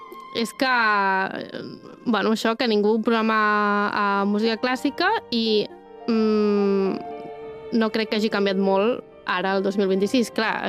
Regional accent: Castellbisbal, Catalonia, Spain; Jo, per exemple, a Castellbisbal, que és el meu poble

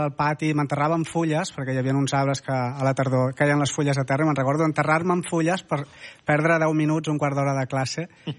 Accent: Collbató, Catalonia, Spain; also born or lived in Esparreguera; jo vaig néixer a Esparreguera, amb 3 anyets amb els meus pares ens vam instal·lar a Collbató i he viscut tota la vida a Collbató. Vaig estar una temporada al Bruc i vaig tornar a Collbató i necessito la muntanya a prop, és casa meva

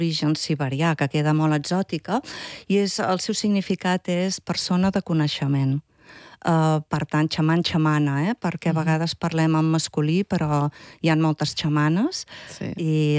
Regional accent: Tona, Catalonia, Spain; born there; Vaig néixer a Tona i en aquests moments visc a Tona, també. des de fa uns anys

